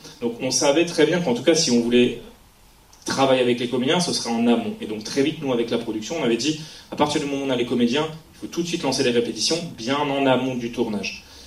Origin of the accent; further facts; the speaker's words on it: Grand Est, France; j'ai grandi en Haute-Marne, j'ai grandi juste à côté de Saint-Dizier.